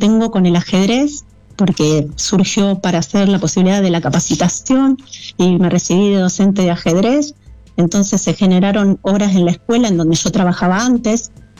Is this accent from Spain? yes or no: no; San José de la Esquina, Santa Fe, Argentina; y en mi pueblo, yo soy de San José de la Esquina.